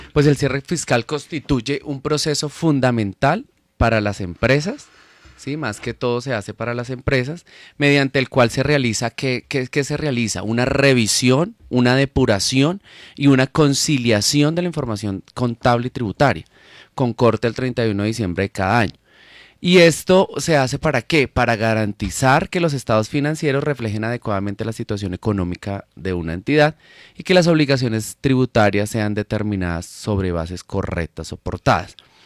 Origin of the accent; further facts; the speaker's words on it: Colombia; en nuestro país, en Colombia